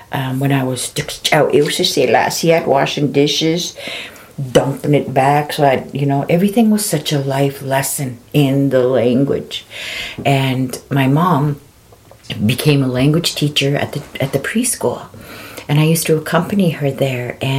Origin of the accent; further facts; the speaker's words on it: Penticton, British Columbia, Canada; I was raised on the Penticton Indian Reserve. I came to Penticton in 1966. My grandmother brought my brother and I here. I was raised with a lot of Puptawina, old ladies.